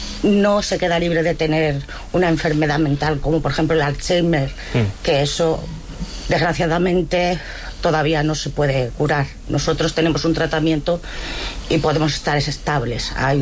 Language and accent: Spanish; Cuenca, Castilla-La Mancha, Spain; Yo no tengo familia de aquí, soy de Cuenca, por eso entiendo el valenciano, pero hablo castellano, me da vergüenza.